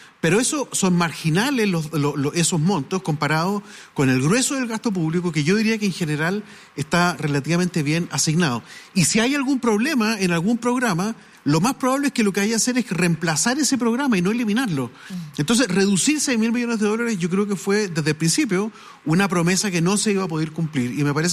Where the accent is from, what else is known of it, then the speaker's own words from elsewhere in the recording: Chile; somos todos los chilenos